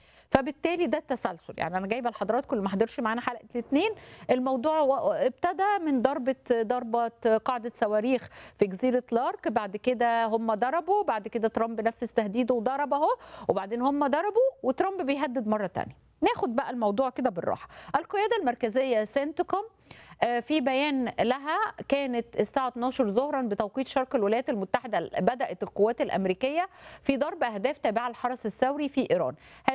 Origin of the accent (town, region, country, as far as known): Egypt